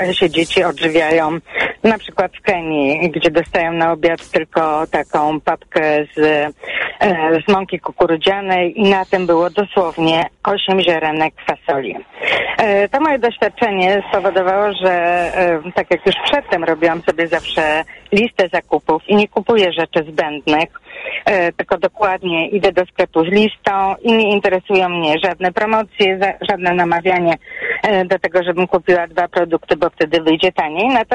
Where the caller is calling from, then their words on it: Masovian Voivodeship, Poland; Tak, ja mieszkam pod Warszawą, pracuję w Warszawie